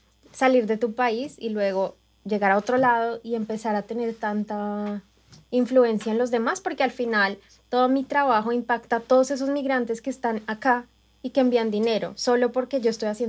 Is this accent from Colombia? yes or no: yes; Colombia; now in United States; Yo soy colombiana.